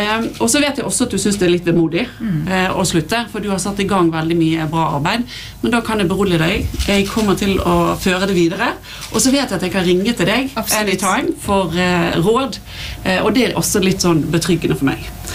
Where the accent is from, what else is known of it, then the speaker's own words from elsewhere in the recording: Bergen, Vestland, Norway; Så jeg er definitivt fra Bergen